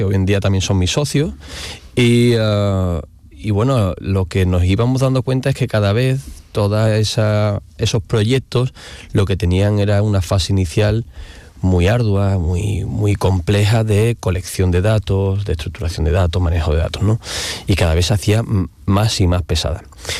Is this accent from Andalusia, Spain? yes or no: yes; Cádiz, Andalusia, Spain; Mira, yo soy de Cádiz, ¿no?